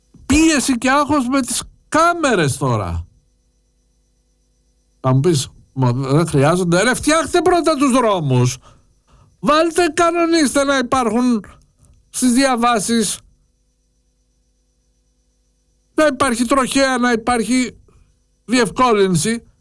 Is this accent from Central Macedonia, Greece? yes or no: no; Ionian Islands, Greece